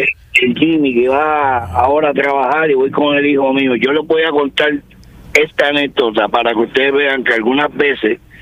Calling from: Puerto Rico; Y como todo puertorriqueño, cogí y le metí un batazo.

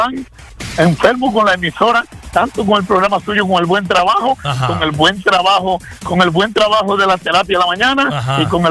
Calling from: Lynn, Massachusetts, United States; yo lo llamo de Lynn, Massachusetts.

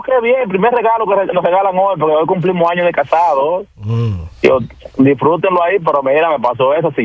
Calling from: Boston, Massachusetts, United States; yo vivo en Boston

